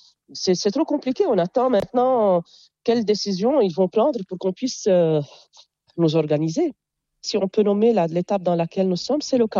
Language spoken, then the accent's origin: French; Jounieh, Keserwan-Jbeil, Lebanon; Et puisque je suis de Jounieh, vous voyez, l'élève, ou bien l'enfant, dépend de son environnement. À Jounieh, il y a la plage, il y a la mer.